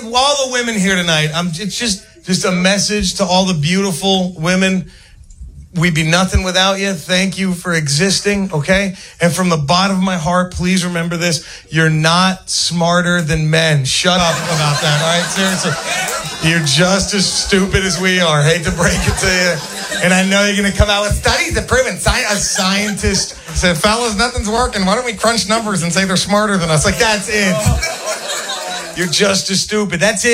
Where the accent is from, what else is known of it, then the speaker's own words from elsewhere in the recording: the South, United States; If anybody's like Southerners, I'm a Southerner.